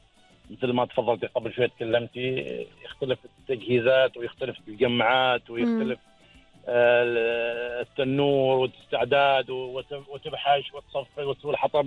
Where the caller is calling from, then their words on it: Samail, Ad Dakhiliyah, Oman; انا اكلمك من ولايه سمايل.